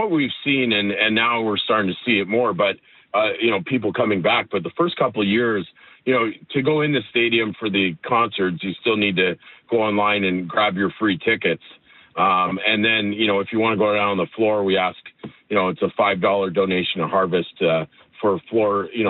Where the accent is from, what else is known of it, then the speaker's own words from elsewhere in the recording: Canada; we celebrate being Canadian and we live in a great country.